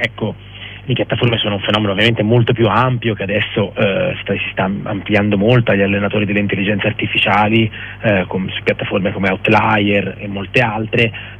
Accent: Florence, Tuscany, Italy; io sono italiano, sono di Firenze

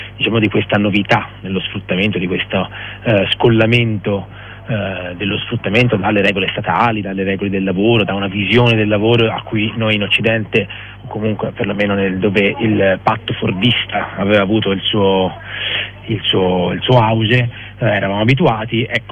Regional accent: Florence, Tuscany, Italy; io sono italiano, sono di Firenze

